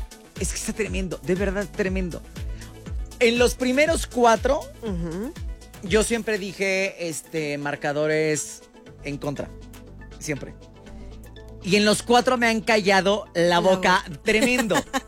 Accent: Mexico

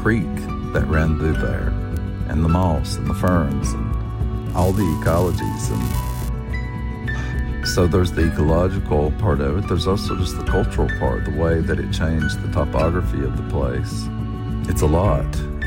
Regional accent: Kentucky, United States; now in Lexington, United States; I'm from Eastern Kentucky, and I live in Lexington, Kentucky. I lived in my hometown for the first 35 years of my life

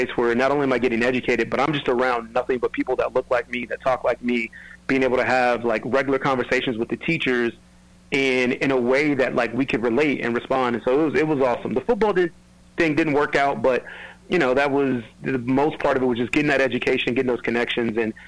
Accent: California, United States; moved away as an adult; growing up in California.

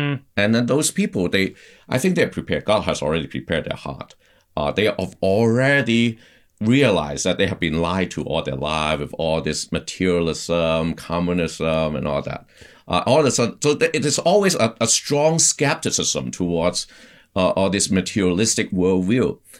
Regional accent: Hong Kong; first language Cantonese; English is a second language; now in Boston, United States; And by the time I got to a college, like here in Boston, I grew up in Hong Kong, so we speak Cantonese dialect

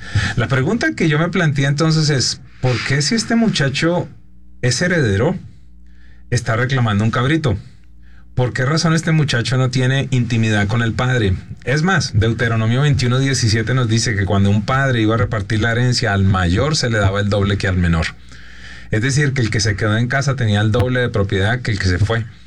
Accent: Colombia; moved away; mi país de origen es el líder mundial de abandono paterno. 80% de los niños en Colombia están creciendo sin un papá en casa.

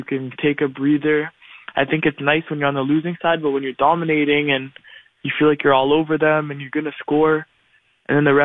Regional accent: Ottawa, Ontario, Canada; now in Montreal, Canada; I grew up in Ottawa. I played for Ottawa South United, OSU in Ottawa. And then when I was around 15, I got scouted by CF. And then I moved there and I've lived in Montreal for 2 years

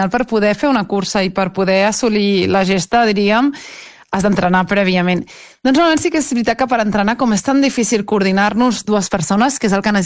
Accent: Vilassar de Mar, Catalonia, Spain

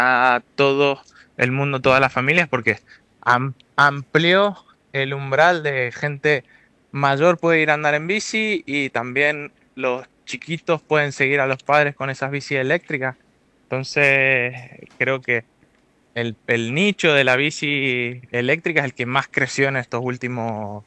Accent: Mendoza, Argentina

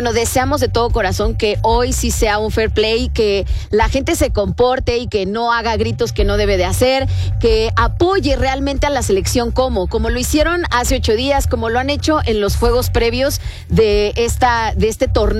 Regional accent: Mexico; demostremos por qué somos tan buenos mexicanos

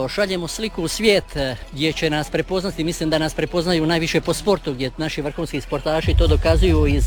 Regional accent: Jasenice, Zadar County, Croatia; Pa ja sam ovdje iz Jasenica, ali trenutno radim u Zagrebu na Hrvatskom vojnom učilištu kao kineziolog.

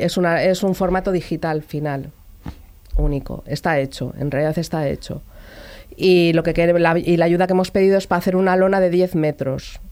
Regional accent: Sestao, Basque Country, Spain; Somos todas mujeres de Sestao vinculadas al municipio.

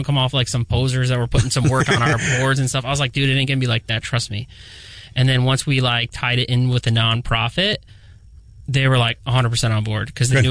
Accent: Oregon, Ohio, United States; I grew up in Oregon and was hanging out on the east side

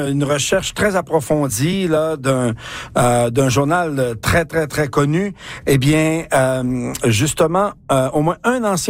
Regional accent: Quebec, Canada; moved away; Mais quand je suis sorti du Québec, Les gens connaissaient très peu le handball, à part un peu au Nouveau-Brunswick, au Manitoba, ouais, et un peu là en Alberta, mais c'est pas populaire comme le Québec.

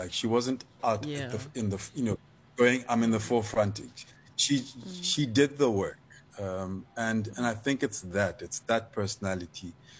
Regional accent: Lesotho; growing up in Lesotho in a particular time, it was interesting because South Africa was very blocked off, but Lesotho was very kind of, our influences were global.

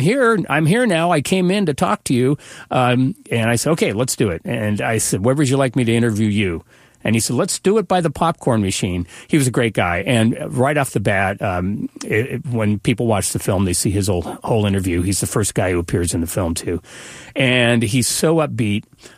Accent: Puyallup, Washington, United States; also born or lived in Seattle; And I'm kind of a child of the American West. I grew up in Puyallup. I went to school in Seattle

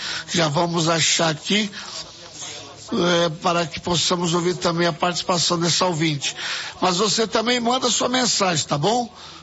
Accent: Guarujá, São Paulo, Brazil; Eu sou do litoral, sou lá do Guarujá, pérola do Atlântico.

